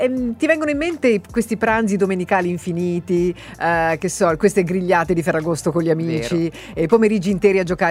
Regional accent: Pisa, Tuscany, Italy; noi si diceva dalle mie parti in Toscana, a Pisa

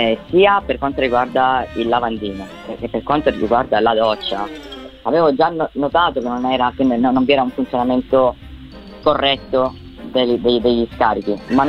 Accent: Barcellona Pozzo di Gotto, Sicily, Italy; Io vengo da Barcellona, provincia di Messina, sogno siciliano.

